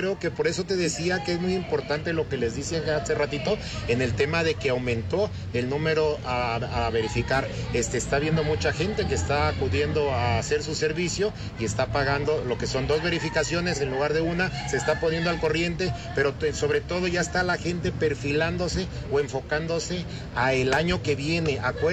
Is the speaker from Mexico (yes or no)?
yes; Mexico; como todo mexicano, nos esperamos a los días últimos